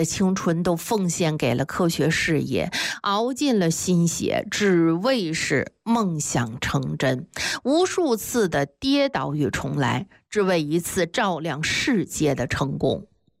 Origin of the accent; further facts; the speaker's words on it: Tibetan areas, China; 不瞒大家说哈，我毕竟是从小在藏区长大的，对于藏虫草啊型儿我还是比较熟悉的。